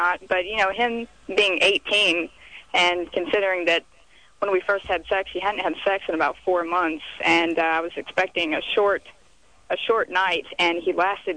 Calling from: Carrollton, Georgia, United States; I'm calling from Georgia.

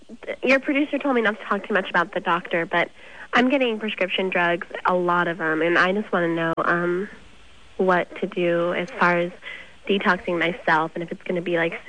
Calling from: Malibu, California, United States; I live in Malibu.

